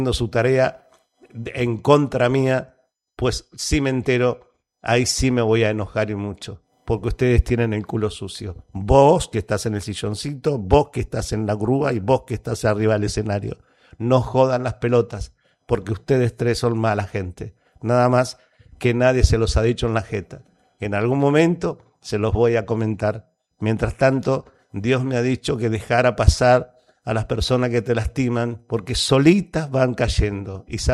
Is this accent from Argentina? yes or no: yes; Bragado, Buenos Aires Province, Argentina